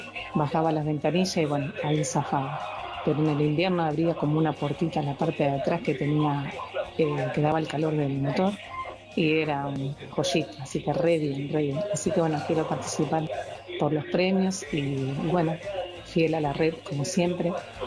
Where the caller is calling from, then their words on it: Loma Hermosa, Buenos Aires Province, Argentina; acá de Loma Hermosa.